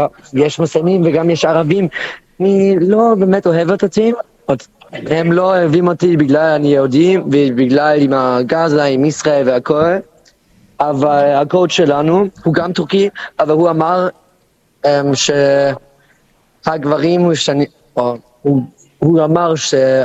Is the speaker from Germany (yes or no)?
yes; Berlin, Germany; Hebrew is a second language; אני משחק כדורגל בברלין, בגלל אני מברלין